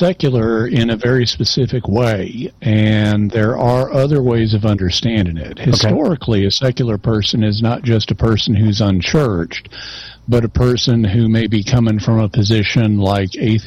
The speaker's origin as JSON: {"language": "English", "region": "Arkansas", "country": "United States", "said": "I'm from Arkansas"}